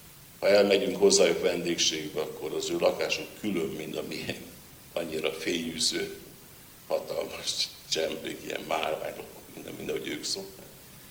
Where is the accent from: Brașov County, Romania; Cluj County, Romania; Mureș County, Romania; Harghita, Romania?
Cluj County, Romania; Luna de Sus; emlékszem, hogy Kolozsvár mellett, Magyar Lónán, ahol én felnőttem